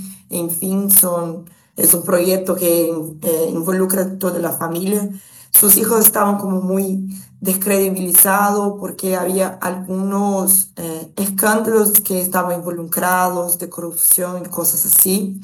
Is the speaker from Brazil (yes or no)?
yes; Brazil; now in Natal, Brazil